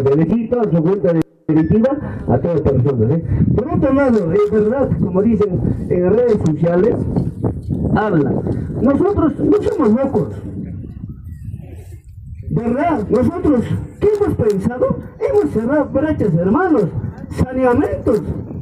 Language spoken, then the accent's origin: Spanish; Mara, Apurímac, Peru; mi pueblo de Mara, de mis comunidades.